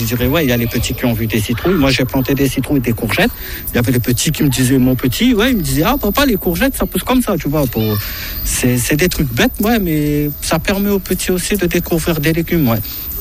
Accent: Réunion; moved away; parce que j'étais un peu chaud, je venais de la Réunion.

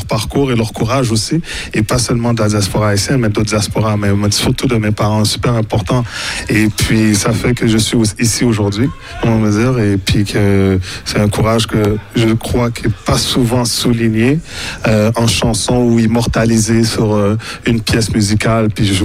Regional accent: Montreal, Quebec, Canada; born there; je suis né à Montréal, parents d'origine haïtienne aussi, et puis l'héritage de mes parents d'Haïti était très important pour moi.

